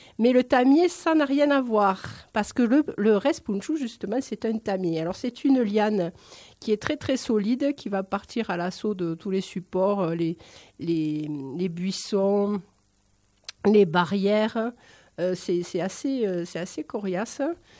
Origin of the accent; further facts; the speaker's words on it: Nîmes, Occitanie, France; born there; moi qui viens du midi, pas du midi moins le quart, je suis née à Nîmes pour tout vous dire.